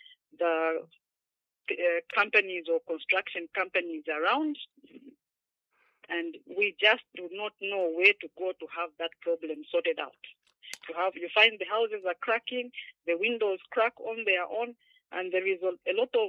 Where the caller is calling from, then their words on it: Lusaka, Lusaka Province, Zambia; I am calling you from Kablonga, but I am a resident of Makeni.